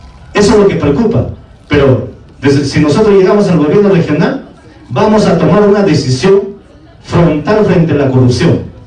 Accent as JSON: {"language": "Spanish", "region": "Pasco", "country": "Peru", "said": "Yo soy de Antapilca."}